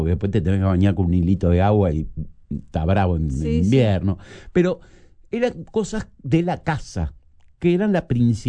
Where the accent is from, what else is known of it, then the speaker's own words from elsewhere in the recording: Uruguay; cualquier uruguayo